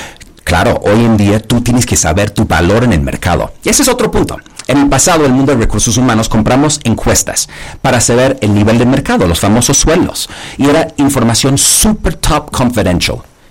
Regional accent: London, United Kingdom; Spanish is a second language; moved away as an adult; now in Mexico City, Mexico; Yo soy de Londres, perdón este acento. Ya mexicano de corazón, Marta

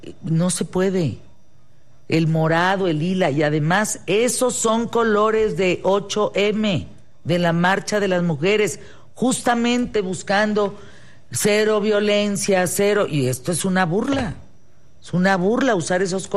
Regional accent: Mexico; Conozco todo mi país

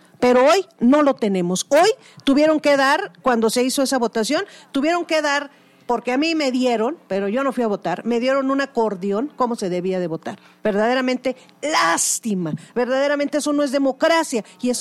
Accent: San Luis Potosí, Mexico

